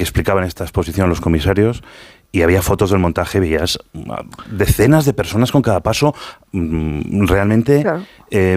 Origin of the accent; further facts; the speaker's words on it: France; Spanish is a second language; Digo que sí, yo como francés diría otra cosa también.